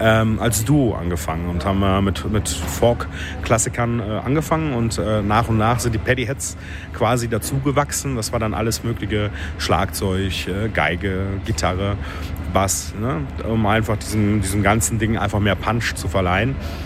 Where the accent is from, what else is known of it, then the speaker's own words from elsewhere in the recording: Germany; Also als Deutscher ist man da tatsächlich sehr gern gesehen.